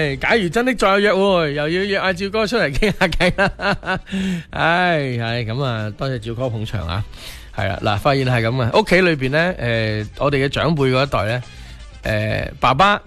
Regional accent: Shunde, Guangdong, China; accent: Shunde dialect; 我哋八零后顺德方言叫阿忍

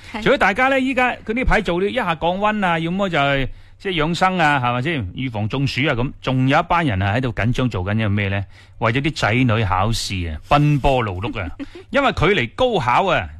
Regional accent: Guangdong, China; 我哋广东人

